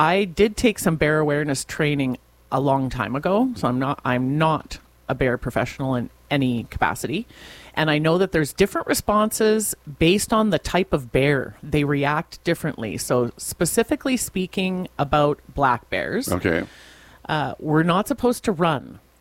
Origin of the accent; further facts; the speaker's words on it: Winnipeg, Manitoba, Canada; born or raised there